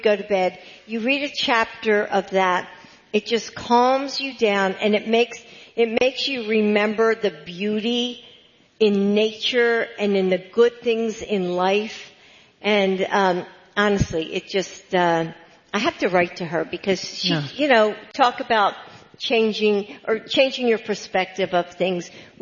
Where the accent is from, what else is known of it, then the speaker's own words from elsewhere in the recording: Pennsylvania, United States; I grew up outside of Philly. I am a Philly girl.